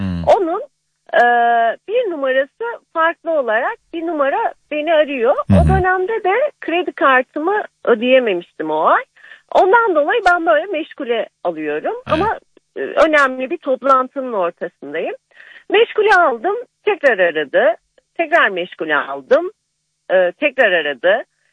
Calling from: Gaziantep, Turkey; ben Gaziantep'ten arıyorum

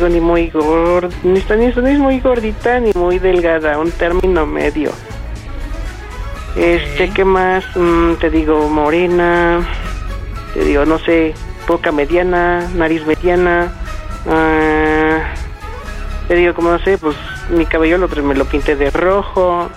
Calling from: Naucalpan, State of Mexico, Mexico; Soy de aquí, de Naucalpan.

